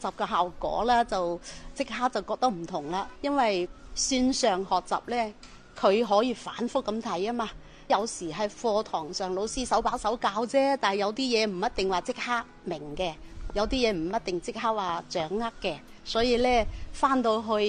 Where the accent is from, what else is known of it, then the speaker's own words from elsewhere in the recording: Guangdong, China; 作為我哋廣府人，對於嶺南文化應該都係有一定熟悉嘅